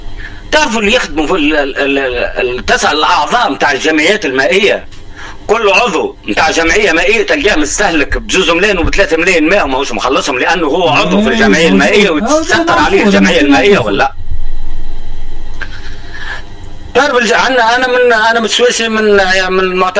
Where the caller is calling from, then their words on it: Portugal; نتكلم فيكم البرتغال انا.